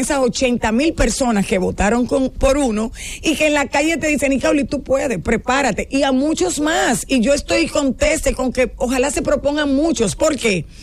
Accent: Dominican Republic

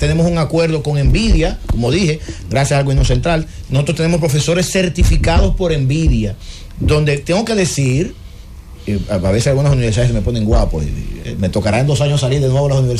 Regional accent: Villa Mella, Santo Domingo, Dominican Republic; No, yo me crié en Villamella orgullosamente.

